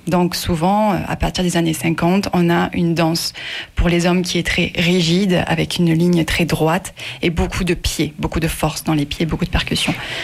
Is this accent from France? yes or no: yes; Larzac, Occitanie, France; moved away; also born or lived in Seville; moi, je viens du Larzac, je suis avéronaise, j'ai aucune origine espagnole ni gitane, je ne peux pas l'inventer. J'ai un nom qui n'a aucune sonorité espagnole.